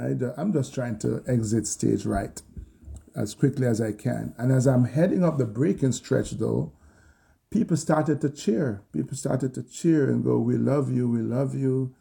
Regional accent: Jamaica; The fact that we're from Jamaica and have very limited resources

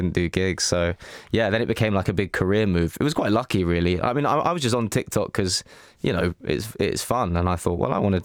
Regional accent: England, United Kingdom; moved away as an adult; now in Lyon, France; an English comedian in Lyon who's doing jokes about being English

